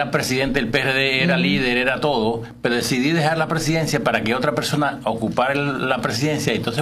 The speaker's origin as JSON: {"language": "Spanish", "town": "Nagua", "region": "María Trinidad Sánchez", "country": "Dominican Republic", "moved": "yes", "lives_now": "Puerto Rico", "said": "Yo soy del campo de Nagua."}